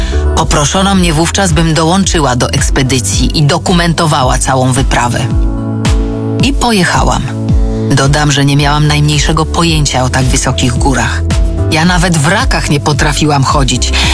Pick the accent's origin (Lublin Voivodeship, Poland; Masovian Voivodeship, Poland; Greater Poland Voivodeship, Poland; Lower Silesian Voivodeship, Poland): Masovian Voivodeship, Poland; Warsaw; moved away as an adult; Ja pochodzę z Warszawy i mieszkałam w stolicy do 27 roku życia.